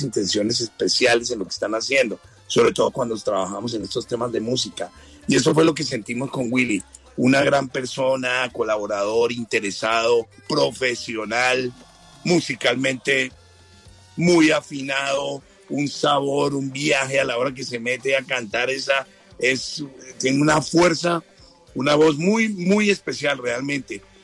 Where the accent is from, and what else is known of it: Colombia